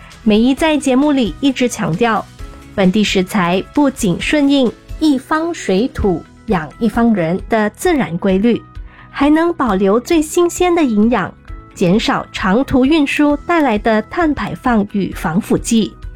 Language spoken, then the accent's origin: Chinese; Malaysia; 我们大马人对斑斓叶太熟悉了，